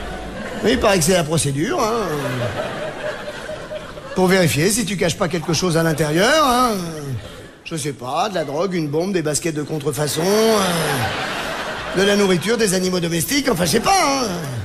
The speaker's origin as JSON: {"language": "French", "country": "Algeria", "tie": "born there"}